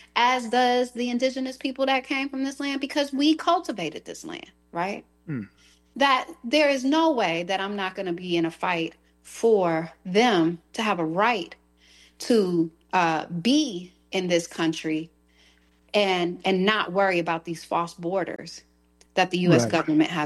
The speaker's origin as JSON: {"language": "English", "town": "Jackson", "region": "Mississippi", "country": "United States", "tie": "born or raised there", "said": "That was based in Mississippi, specifically in my hometown, Jackson, Mississippi, where since I was a child, I can remember protesting outside of the only abortion clinic in Jackson, Mississippi."}